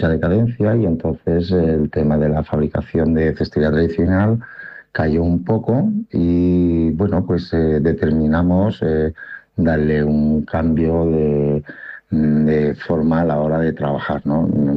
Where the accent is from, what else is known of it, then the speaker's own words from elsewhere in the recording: Lezuza, Castilla-La Mancha, Spain; born there; No solo pongo que soy de la provincia de Albacete o soy castellano manchego, sino que siempre resalto que soy de mi pueblo de Lezuza, ¿vale? Un pueblecito muy chulo, muy bonito